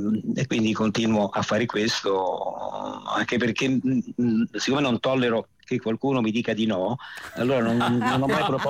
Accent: Rome, Lazio, Italy; e di questo sono molto contento, perché sono romano.

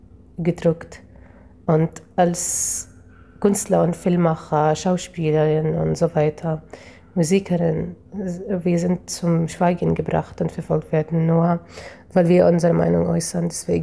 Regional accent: Arraba, Northern District, Israel; born or raised there; German is a second language; moved away as an adult; now in Bolzano, Italy

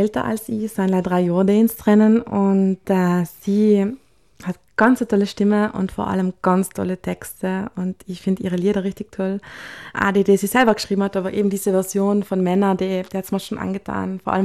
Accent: South Tyrol, Italy; wie das als Südtirolerin dann so ist.

